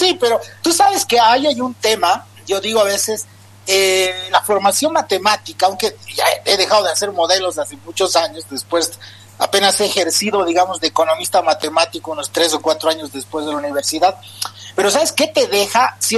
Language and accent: Spanish; Oruro, Bolivia; moved away as an adult; also born or lived in Switzerland; Yo hice mi bachillerato en Oruro. Yo soy orureño